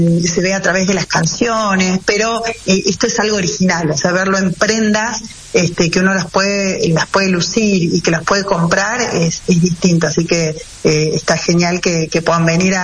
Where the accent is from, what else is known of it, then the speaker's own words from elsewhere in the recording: Salta, Argentina; todos somos salteños y que pertenecemos acá